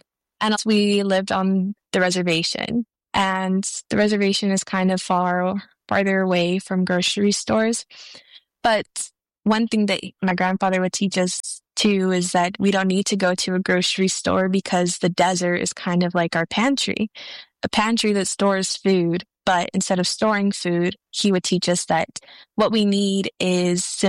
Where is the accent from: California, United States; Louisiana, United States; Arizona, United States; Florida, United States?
Arizona, United States; Tucson; I come from the Pascua Yaqui tribe, bario libre and upascua communities in Tucson, Arizona.